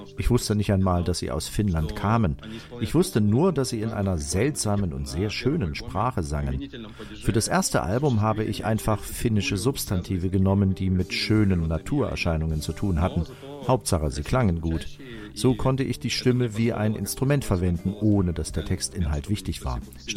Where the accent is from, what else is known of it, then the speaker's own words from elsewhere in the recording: Chelyabinsk, Chelyabinsk Oblast, Russia; moved away as an adult; also born or lived in Kyiv, Ukraine / Estonia; now in Finland; Ich komme aus dem Ural, aus Ostsibirien. Nadelwälder, unzählige Seen, das ist mir vertraut. Damit bin ich aufgewachsen.